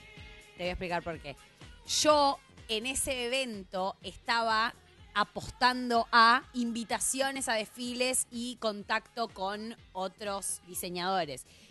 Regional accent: Quilmes, Buenos Aires Province, Argentina; ¿De dónde sos vos? De Quilmes.

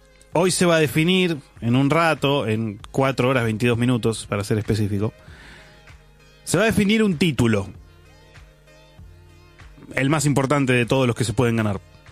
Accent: Argentina; Somos argentinos.

